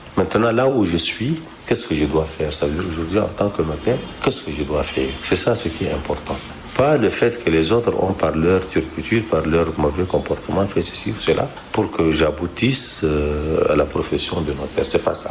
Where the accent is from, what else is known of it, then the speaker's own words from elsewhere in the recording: Chad; Non, je suis citoyen tchadien.